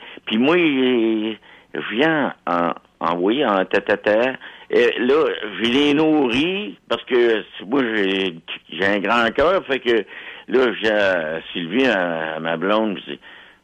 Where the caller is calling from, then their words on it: Quebec, Canada; je suis à l'Ozon, là.